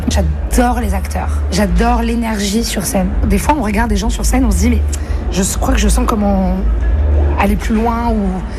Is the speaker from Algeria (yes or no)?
no; Nice, Provence-Alpes-Côte d'Azur, France; moved away as an adult; Je suis née à Nice. J'ai grandi à Nice jusqu'à mes 18 ans, quasiment. Ma mère est toujours à Nice, mon père est un Cannois.